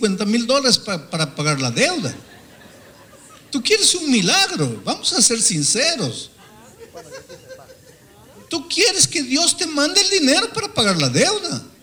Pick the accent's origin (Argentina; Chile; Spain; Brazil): Brazil; el taxista me dice, ¿de dónde vienes? De Brasil.